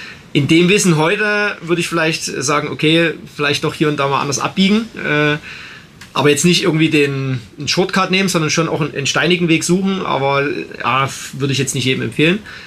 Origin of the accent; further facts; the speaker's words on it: Belgium; ich bin als Belgier auf Nummer 1 ins Ziel gekommen